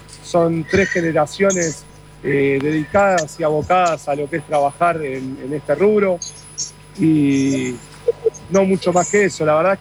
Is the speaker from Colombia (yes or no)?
no; Argentina; nosotros como argentinos